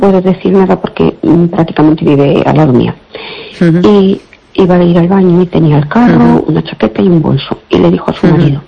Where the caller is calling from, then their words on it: Fene, Galicia, Spain; Hola, buenas noches